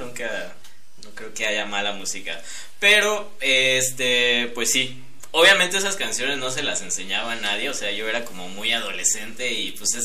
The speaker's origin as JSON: {"language": "Spanish", "town": "Morelia", "region": "Michoacán", "country": "Mexico", "tie": "born or raised there", "said": "es una banda de rock que somos de aquí, de Morelia."}